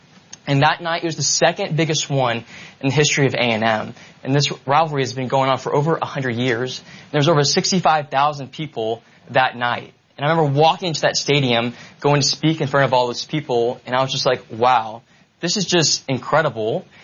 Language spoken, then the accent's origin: English; San Antonio, Texas, United States; we're both from San Antonio